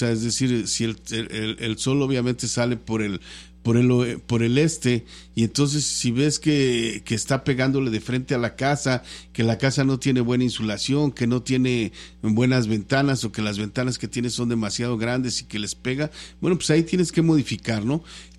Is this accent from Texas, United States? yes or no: yes; Texas, United States; los dueños son de ahí, de la ciudad de Mercedes, y todos los empleados que trabajamos aquí, pues somos de aquí